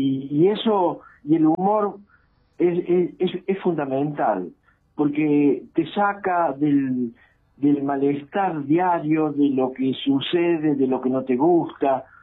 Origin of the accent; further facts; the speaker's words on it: Córdoba, Argentina; accent: Cordoban tonada; Buenos Aires no me gusta mucho. Soy más bien campechano, más bien cordobés, más bien la sierra, el río y mi tonada.